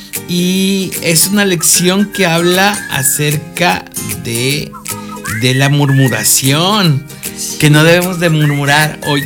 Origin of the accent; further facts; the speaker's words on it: Xalapa, Veracruz, Mexico; Sí, sí, somos de Jalapa. Más bien somos del mundo entero.